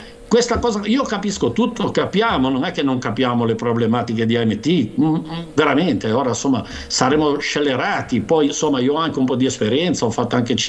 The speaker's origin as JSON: {"language": "Italian", "town": "Torriglia", "region": "Liguria", "country": "Italy", "tie": "born or raised there"}